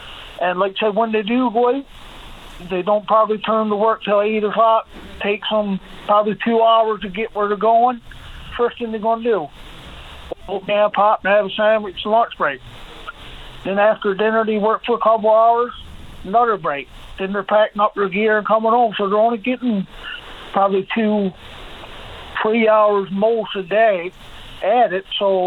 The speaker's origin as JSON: {"language": "English", "town": "Burgeo", "region": "Newfoundland and Labrador", "country": "Canada", "lives_now": "Corner Brook, Canada", "said": "No, I'm in Corner Brook, but I'm from Burgio."}